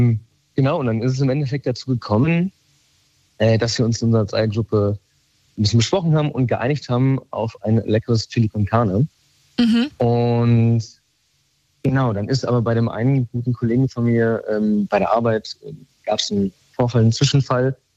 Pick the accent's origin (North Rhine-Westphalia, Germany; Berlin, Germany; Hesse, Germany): Hesse, Germany; Giessen; Ich komme hier aus Gießen